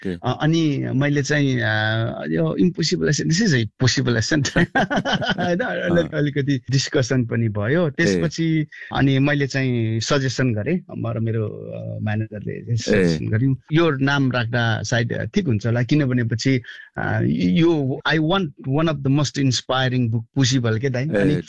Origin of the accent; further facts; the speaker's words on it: Rolpa, Lumbini Province, Nepal; born there; moved away; हामी जस्तो ब्याकग्राउन्डमा हेरेको हुर्के पनि, जस्तै रोल्पा जस्तो होइन, एउटा विगत गाउँमा जन्मेर भए पनि